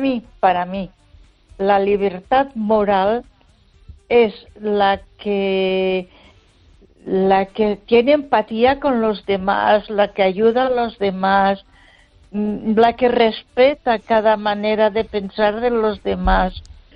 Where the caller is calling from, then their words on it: Ponferrada, Castile and León, Spain; Ahora soy … de Ponferrada.